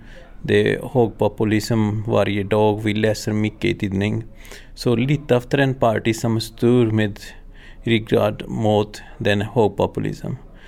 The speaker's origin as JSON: {"language": "Swedish", "country": "Pakistan", "second_language": "Swedish", "moved": "as an adult", "lives_now": "Sweden", "said": "Jag kommer ifrån Pakistan och jag kom till Sverige när jag var 20 år gammal. 26 år gammal, sorry."}